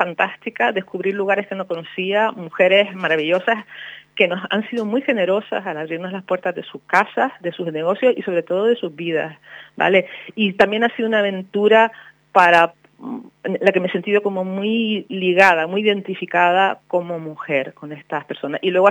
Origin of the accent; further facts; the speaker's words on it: Las Palmas de Gran Canaria, Canary Islands, Spain; yo soy una mujer de ciudad, yo soy una mujer de Las Palmas.